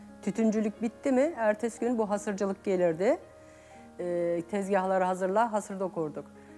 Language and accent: Turkish; Tire, İzmir, Turkey; Ben Tire'nin Boynuyor köyündenim.